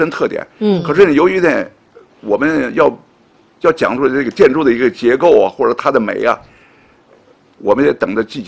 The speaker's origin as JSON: {"language": "Chinese", "region": "Beijing", "country": "China", "tie": "born or raised there", "said": "我是从胡同长大的，从小，我们看的都是青砖，是吧？那个黛瓦"}